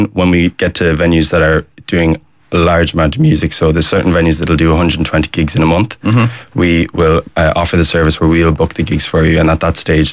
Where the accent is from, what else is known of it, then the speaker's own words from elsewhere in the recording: Connacht, Ireland; Because I'm from Leitrim. And then I've been known in Dublin because I've been gigging there for the last 4 years.